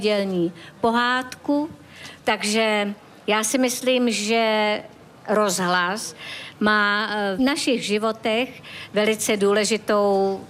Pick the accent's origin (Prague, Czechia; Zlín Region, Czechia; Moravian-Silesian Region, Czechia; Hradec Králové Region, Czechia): Hradec Králové Region, Czechia; Česká Skalice; já jsem vyrůstala nedaleko odsud v České Skalici u své prababičky